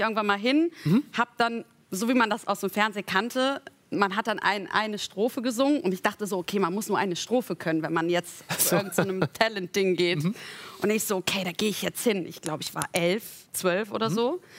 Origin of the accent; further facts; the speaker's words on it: North Rhine-Westphalia, Germany; Ich bin Mädchen aus dem Dorf. Ich komme aus der Nähe von Aachen.